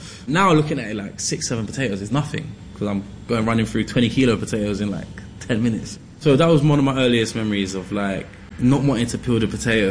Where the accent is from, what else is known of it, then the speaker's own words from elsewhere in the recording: Guyana; also born or lived in Barbados; so obviously where I'm from is from Guyana and Barbados.